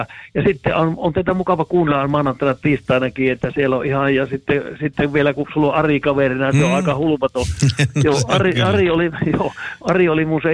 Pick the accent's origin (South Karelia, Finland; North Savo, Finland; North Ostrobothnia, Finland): North Savo, Finland; Kuopio; moved away; mä oon Kuopiosta lähtöisin, mä oon savolaisia, mutta mä oon Reiservellä ollut pitkään ja välillä Kuusamossa kävin ja takaisin.